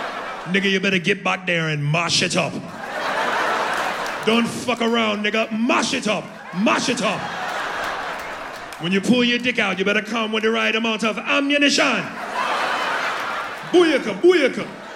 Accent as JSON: {"language": "English", "country": "United States", "said": "Because I'm from America. I'm used to, can you please put everything?"}